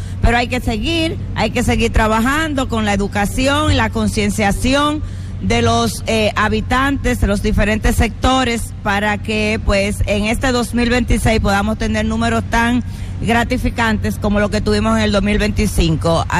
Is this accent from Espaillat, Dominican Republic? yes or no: yes; Moca, Espaillat, Dominican Republic; Señores, yo siempre me pierdo, pero es que ustedes saben que yo soy de Moca.